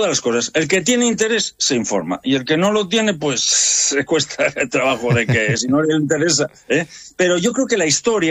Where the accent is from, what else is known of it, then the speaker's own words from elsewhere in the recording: Gijón, Asturias, Spain; Yo nací, me crié en Gijón